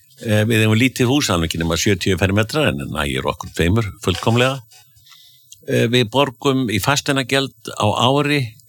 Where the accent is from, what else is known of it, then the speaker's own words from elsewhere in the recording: Akureyri, Northeastern Region, Iceland; now in Denmark; þegar ég var krakki alast upp á Akureyri.